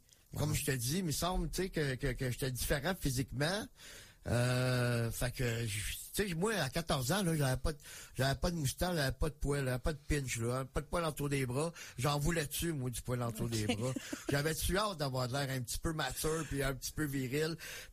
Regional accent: Montreal, Quebec, Canada; Donc, je suis né à Montréal. Je viens de Montréal, mais j'ai grandi à Pierrefonds, dans l'Ouest Island. Donc, c'est là que j'ai vécu ma jeunesse.

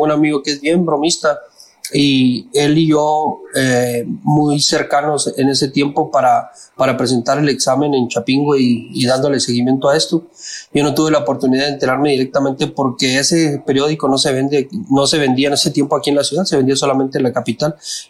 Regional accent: Cuauhtémoc, Chihuahua, Mexico; ya estudiando yo aquí en Cuauhtémoc, que siendo originario de Chihuahua, mis papás me trajeron muy joven a esta ciudad de Cuauhtémoc, y bueno, yo estudié toda mi formación educativa es aquí en esta ciudad, excepto la universidad

